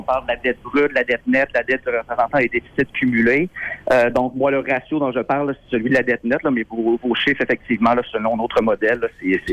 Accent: Quebec City, Quebec, Canada; Moi, j'ai grandi à Charlebourg. J'ai vécu là pendant très, très longtemps. Là, présentement, je demeure là, tout près de mon travail, là, Cégep Garneau.

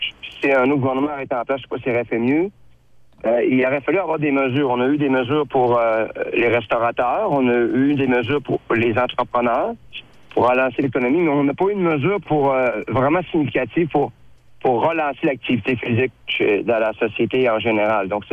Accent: Saguenay, Quebec, Canada; Chez nous, au Saguenay

